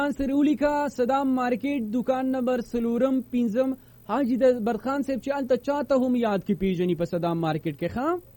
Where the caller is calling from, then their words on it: Tank, Khyber Pakhtunkhwa, Pakistan; hello نہیں, میں ٹانگ سے ہوں